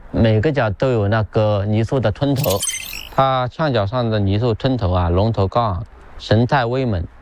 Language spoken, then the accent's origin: Chinese; Suzhou, Jiangsu, China; 虽然我是土生土长的苏州人